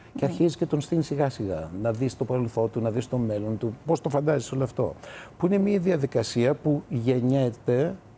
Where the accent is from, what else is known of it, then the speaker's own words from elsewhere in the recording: Greece; γι' αυτό είμαι Έλληνας προφανώς, γιατί δονείται κάτι μέσα μου που με συγκινεί